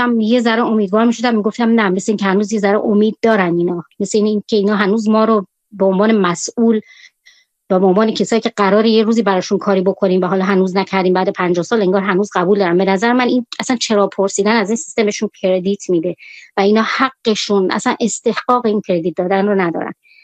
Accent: Iran; من به عنوان نه من به عنوان یه ایرانی اصلا روانشناس نیستم.

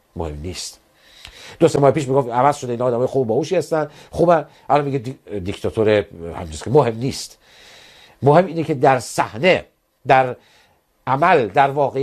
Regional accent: Iran; من ایرانی هستم،

